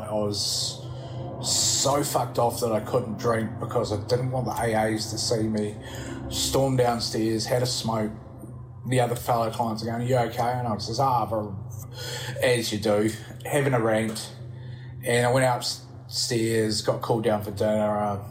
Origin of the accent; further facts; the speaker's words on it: Timaru, Canterbury, New Zealand; I was going back to stay with a guy that I grew up with in Timaru